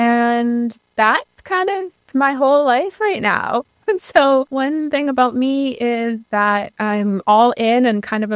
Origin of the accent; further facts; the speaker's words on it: Saskatchewan, Canada; now in Vancouver, Canada; I'm currently living in Vancouver. I'm originally from Musqueam First Nation in Treaty 6 territory, north central Saskatchewan.